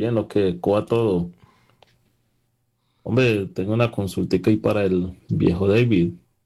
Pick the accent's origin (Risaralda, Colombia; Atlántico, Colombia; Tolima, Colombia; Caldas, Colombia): Tolima, Colombia; Yo soy del Tolima. Entonces, cuando cruzo o paso más bien el cruce de Armero, siempre veo a lo lejos el reflejo de una farola de una moto.